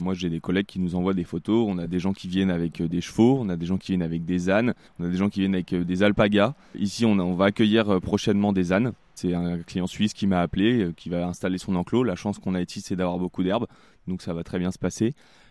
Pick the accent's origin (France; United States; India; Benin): France; Brittany; now in Pilat, France; Moi, je viens de Bretagne